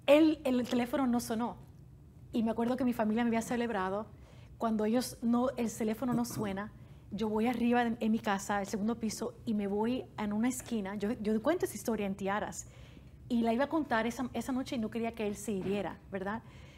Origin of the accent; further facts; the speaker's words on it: Puerto Rico; born there; En Puerto Rico, donde yo nací.